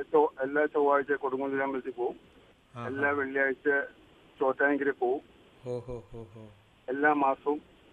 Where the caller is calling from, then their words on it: Nayarambalam, Kerala, India; നായരമ്പലമാണ് എന്റെ വീട്.